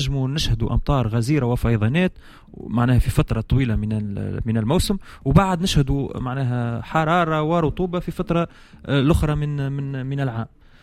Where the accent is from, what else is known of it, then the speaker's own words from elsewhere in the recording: Tunisia; أنا معناها نتمنى أنه يكون عندنا في تونس وثيقة تجمع بين البحث التاريخي والبحث في المسببات والأسباب،